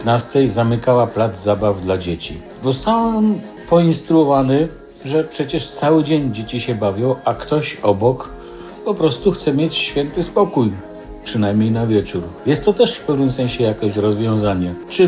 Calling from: Germany; Mieszkam w Niemczech.

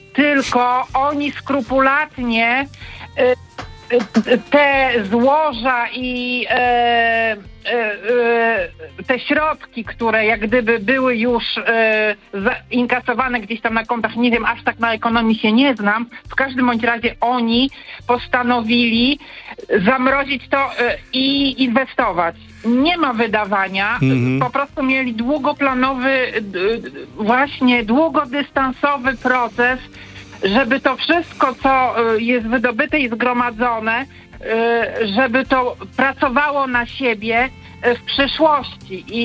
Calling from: Warmian-Masurian Voivodeship, Poland; ja pochodzę z Warmii i Mazur

